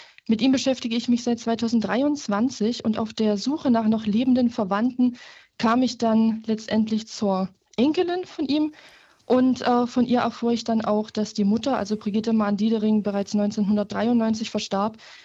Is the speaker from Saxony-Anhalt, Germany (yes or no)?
yes; Merseburg, Saxony-Anhalt, Germany; born there; now in Wallendorf, Germany; ich bin ja auch in Merseburg geboren. Insofern hatte ich auch den Bezug zu dem Ort.